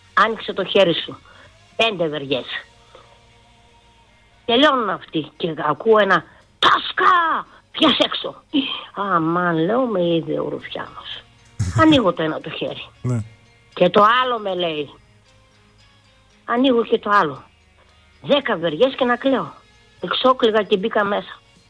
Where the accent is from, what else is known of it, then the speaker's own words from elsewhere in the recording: Germany; Εγώ μεγάλωσα με πόντιους στη Γερμανία όμως.